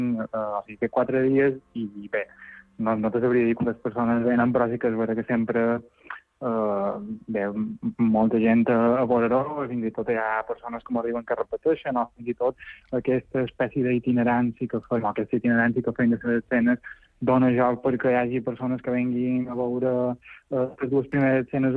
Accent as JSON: {"language": "Catalan", "town": "Alcúdia", "region": "Balearic Islands", "country": "Spain", "tie": "born or raised there", "said": "jo som del Cudi"}